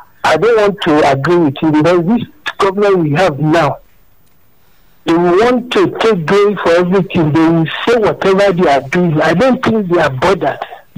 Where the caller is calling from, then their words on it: Akute, Ogun, Nigeria; I'm calling from Akute.